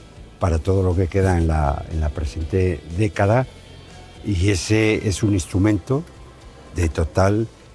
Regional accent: Valladolid, Castile and León, Spain; una automoción que ha hecho ser lo que somos vallisoletanos

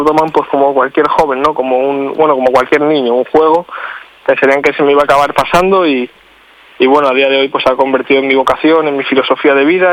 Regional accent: Cáceres, Extremadura, Spain; also born or lived in Arenas de San Pedro; Bueno, sí, yo soy nacido en Arenas, aunque con un año me vine a vivir a Cáceres, pero mantengo raíces en los dos lados y me siento muy querido en los dos lados.

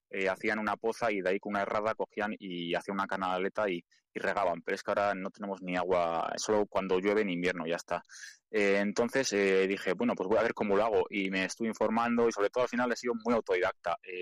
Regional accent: Villalcázar de Sirga, Castile and León, Spain; Sí, mira, tengo 28 años y bueno, mi pueblo es Villalcázar de Sirga, que está en Tierra de Campos de Palencia.

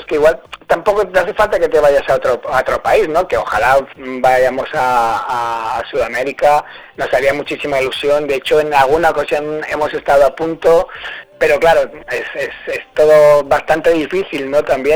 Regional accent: Catalonia, Spain; Además somos de la Costa Brava

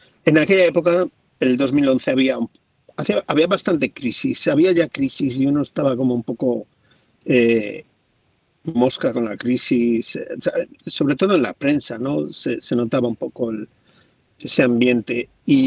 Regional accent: Valladolid, Castile and León, Spain; moved away as an adult; now in Hong Kong; yo soy de Valladolid, me he criado en Valladolid, he vivido prácticamente toda la vida en Valladolid, he estudiado en la Escuela de Arte de Valladolid, estudié precisamente ilustración

